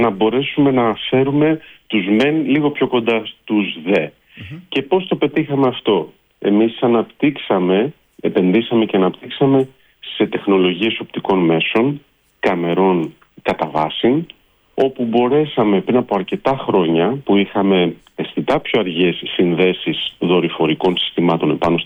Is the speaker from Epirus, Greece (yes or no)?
yes; Epirus, Greece; Η καταγωγή είναι από τα ορεινά της Ηπείρου, από ένα χωριό από τα ορεινά της Άρτας.